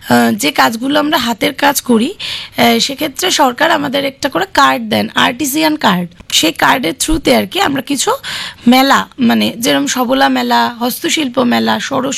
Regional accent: Durganagar, West Bengal, India; আমি দুর্গানগর থেকে এসেছি।

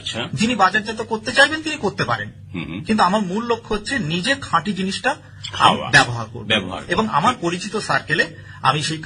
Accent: West Bengal, India

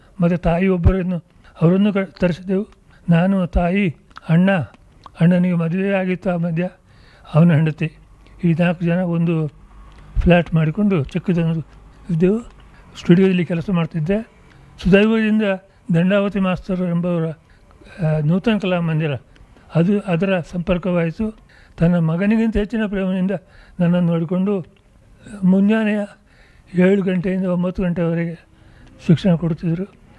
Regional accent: Udupi, Karnataka, India; moved away as an adult; also born or lived in Kattingeri, Udupi district / Mysore / Mumbai; ನಾನು ಹುಟ್ಟಿದ ಗುಡಿಸಲಿಗೆ ಮಾತ್ರ ಹೋಗಿ ಬಂದಿದ್ದೆ. ಅಲ್ಲಿ ಅದನ್ನೆಲ್ಲ ಬಿಟ್ಟು ಉಡುಪಿಗೆ ಬಂದೆವು. ಹೈಸ್ಕೂಲ್ ಶಿಕ್ಷಣ ಮುಗಿದ ನಂತರ ಮೈಸೂರಿಗೆ ಬಂದೆ.

